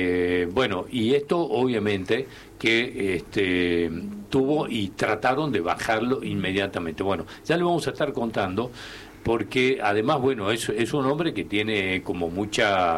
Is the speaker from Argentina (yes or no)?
yes; Argentina; independientemente de lo que nos toca sufrir como argentinos